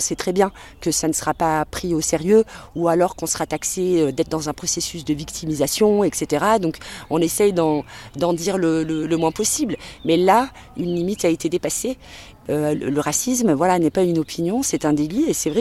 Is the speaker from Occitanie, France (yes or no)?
no; Espaly-Saint-Marcel, Auvergne-Rhône-Alpes, France; now in Le Puy-en-Velay, France; J'ai grandi à Espaly-Saint-Marcel. J'habite maintenant le Puy.